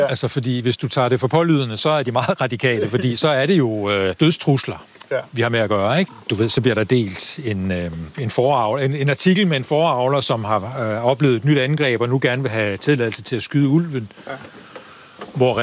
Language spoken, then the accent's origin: Danish; North Denmark Region, Denmark; now in Copenhagen, Denmark; Jeg er vokset op i Himmerland. Og har boet i en lille landsby syd for Aarhus, og nu bor jeg så i midten af København.